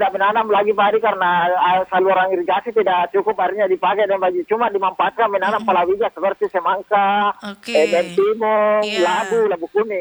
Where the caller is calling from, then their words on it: Campalagian, West Sulawesi, Indonesia; Sekarang lagi di Polman ini, dan baji. Sifatnya di Saboto, Kecamatan Campalagian, Kabupaten Pulau Limandar